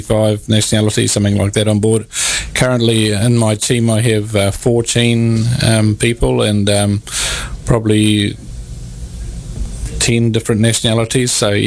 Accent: New Zealand; moved away; I come from New Zealand. Yeah, it's a long way away from Faroe Islands, but there's an island as well, a couple of islands in New Zealand.

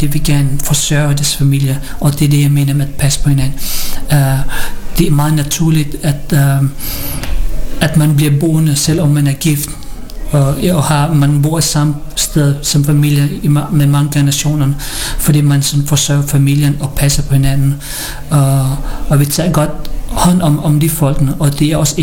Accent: Philippines; now in Denmark; hun mener, at vi som filippiner er meget glade folkefærdende, er smilende og ja.

